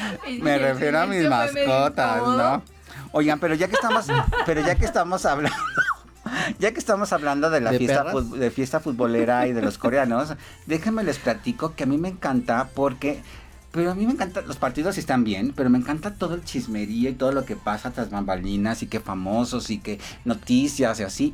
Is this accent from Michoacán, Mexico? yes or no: yes; Michoacán, Mexico; amo mi tierra, amo México, amo Michoacán, mi corunda, mis uchepos, mi aporreadillo, todo eso.